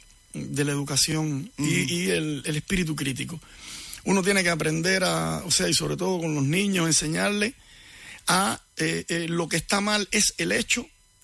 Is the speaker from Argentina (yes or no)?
no; Cuba; moved away; Yo salí de Cuba muy, muy, muy herido, muy disgustado, porque fueron muchos años... tratando de ser sincero, trabajando, sin lograr nada.